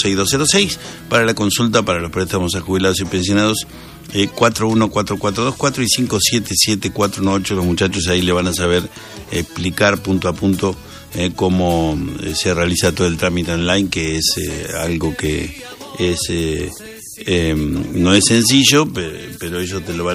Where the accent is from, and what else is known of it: Argentina